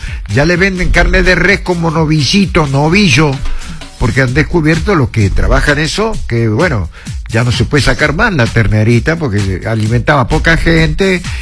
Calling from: Argentina; … de Barrio Sargento Cabral, 9924.

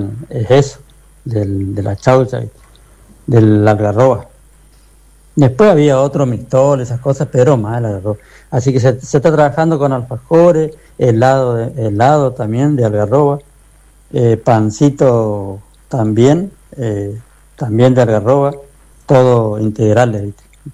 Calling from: Villa Ángela, Chaco, Argentina; de Villa Ángela, soy. Te estoy escuchando acá en Resistencia, estoy.

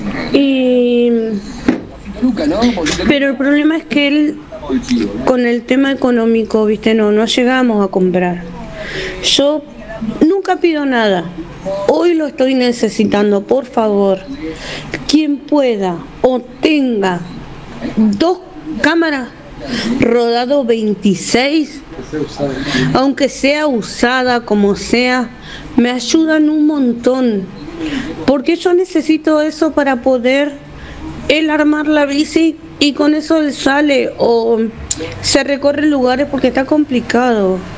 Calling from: Buenos Aires, Argentina

